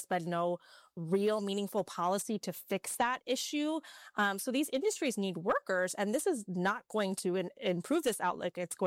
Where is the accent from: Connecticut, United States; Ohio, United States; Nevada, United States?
Ohio, United States; born there; my home state of Ohio